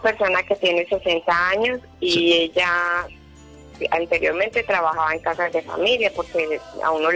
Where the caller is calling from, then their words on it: Medellín, Antioquia, Colombia; yo vivo en San Javier La Loma